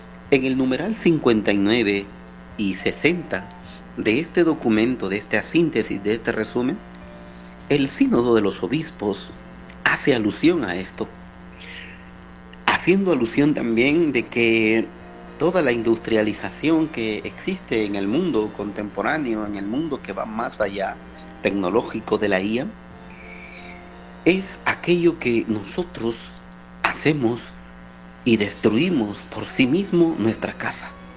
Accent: Guatemala

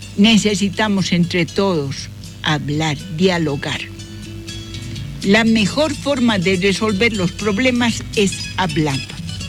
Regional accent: Bolivia; donde todos los bolivianos nos sintamos con la mente, el corazón y todo lo que somos los seres humanos como bolivianos.

